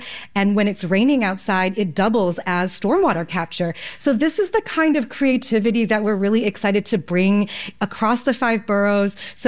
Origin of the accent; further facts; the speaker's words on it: New York, United States; as a New Yorker